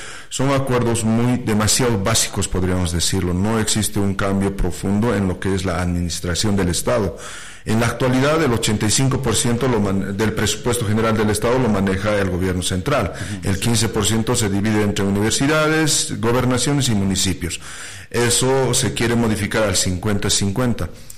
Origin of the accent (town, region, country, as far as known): Bolivia